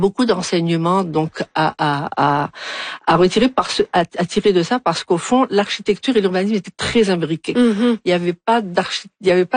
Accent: Algiers, Algiers Province, Algeria; Et donc moi, je suis vraiment native d'Alger

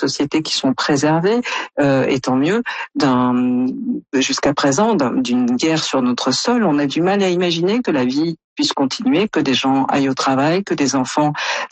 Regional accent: France; on a du mal à imaginer, quand on est Canadien ou comme moi français, comment est-ce qu'on peut vivre

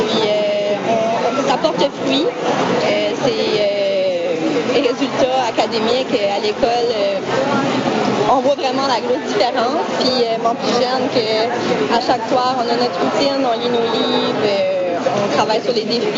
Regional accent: New Brunswick, Canada; moved away as an adult; now in Moncton, Canada; originaire de la péninsule acadienne, à Moncton environ depuis une quinzaine d'années.

